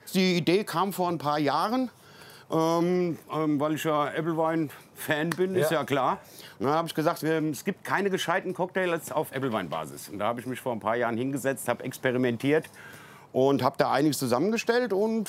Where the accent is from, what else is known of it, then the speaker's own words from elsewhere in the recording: Frankfurt, Hesse, Germany; Ich bin Sachsenhäuser.